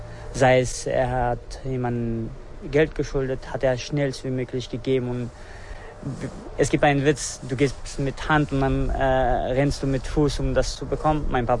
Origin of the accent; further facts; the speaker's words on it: Afghanistan; Ich komme aus Afghanistan.